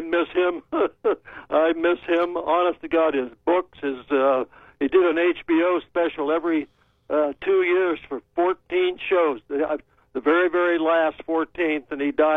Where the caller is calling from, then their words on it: Salem, Ohio, United States; I'm calling from Salem.